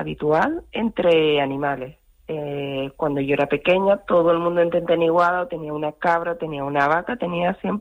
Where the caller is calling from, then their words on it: Tenteniguá, Canary Islands, Spain; vivo en Tenteniguá, con lo cual todos los de mi generación han crecido de una forma normal, habitual, entre animales.